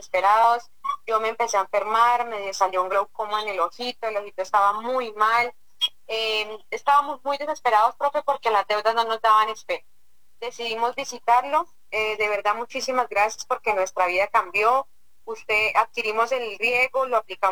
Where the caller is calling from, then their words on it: Puente Nacional, Santander, Colombia; Puente Nacional Santander.